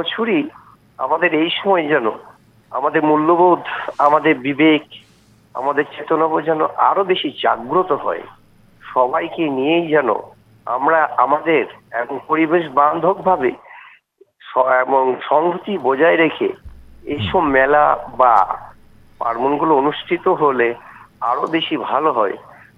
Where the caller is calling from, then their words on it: West Bengal, India; আমি পশ্চিমবঙ্গ বীরভূম থেকে